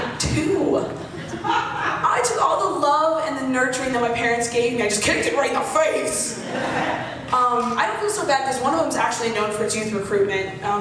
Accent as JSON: {"language": "English", "region": "Arizona", "country": "United States", "tie": "born or raised there"}